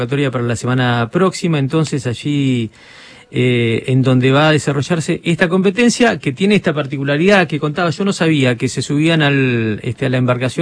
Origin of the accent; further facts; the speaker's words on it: Patagonia, Argentina; now in Santa Fe, Argentina; vengo de la Patagonia y de una zona donde se hace mucho canotaje